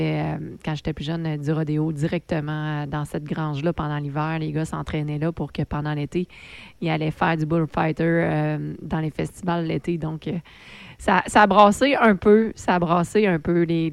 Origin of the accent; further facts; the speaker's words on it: Thetford Mines, Quebec, Canada; Pour ma part, vous le savez, je viens de Thetford Mines.